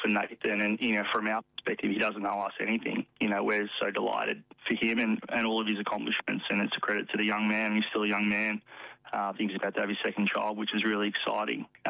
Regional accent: Melbourne, Victoria, Australia; moved away; Phil and Andrew are aware I'm from Melbourne

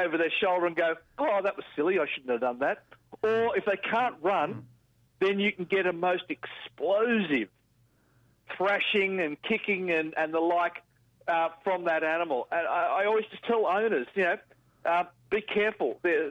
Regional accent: New South Wales, Australia; I have been doing rescue in my little patch for over 40 years. So I'm from New South Wales. So I'm in an area northwest of Sydney called the Hawkesbury.

